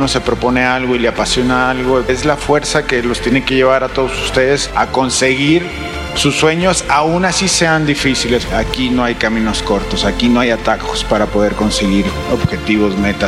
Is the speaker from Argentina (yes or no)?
no; Mexico; Yo quería venir y quería representar a mi país. Soy orgullosamente mexicano y eso lo llevo en el corazón